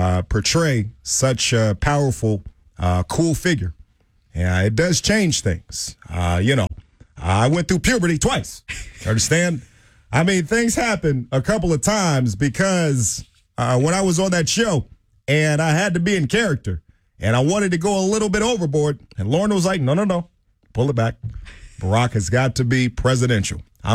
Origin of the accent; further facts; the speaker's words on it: Chicago, Illinois, United States; I'm from Chi-Town, baby.